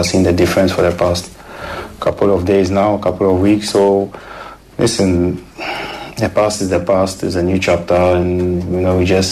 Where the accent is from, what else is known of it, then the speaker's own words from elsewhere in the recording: Ghana; And I know Ghanaians, I know the country the way we are, because I'm Ghanaian